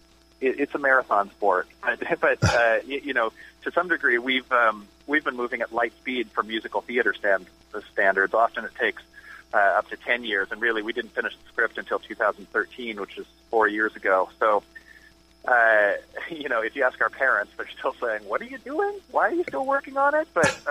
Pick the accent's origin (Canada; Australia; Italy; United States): Canada; Saskatchewan; moved away; I'm from the prairies. I'm from Saskatchewan.